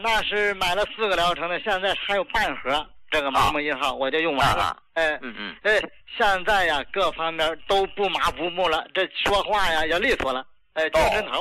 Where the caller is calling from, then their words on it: Tianjin, China; 哎，张老师你好，我是天津的。